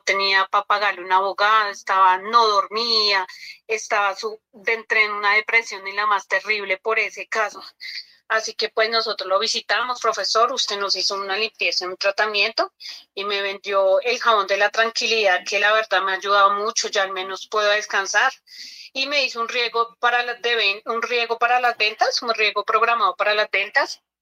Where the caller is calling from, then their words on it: Villapinzón, Cundinamarca, Colombia; lo estoy llamando desde Villapinzón, Cundinamarca.